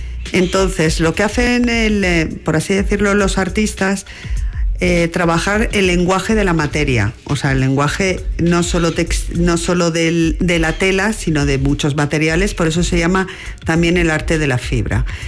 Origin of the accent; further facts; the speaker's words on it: Spain; también lo soy como artista española.